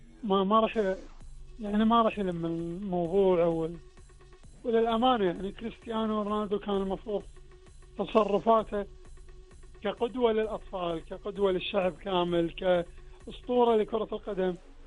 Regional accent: Kuwait; نقولها احنا كعرب او ككويتيين

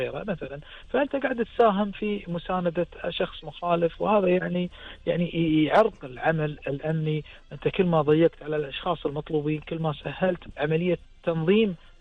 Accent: Kuwait; والله يحفظ ديرتنا حلوة الكويت.

